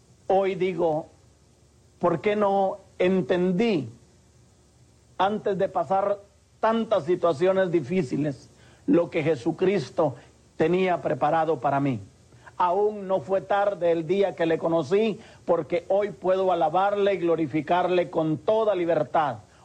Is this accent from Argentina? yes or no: no; Guatemala; moved away; Yo pregunté que siendo guatemalteco, ¿por qué me tendría que ir al exilio? Y me dijeron, porque usted habló con su padre y sabe lo que pueda pasar si se queda en Guatemala.